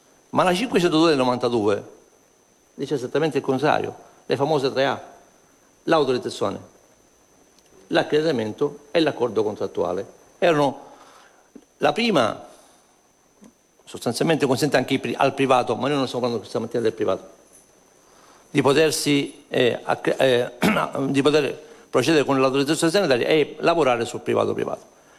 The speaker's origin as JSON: {"language": "Italian", "region": "Sicily", "country": "Italy", "said": "La regione Sicilia, noi siamo siciliani"}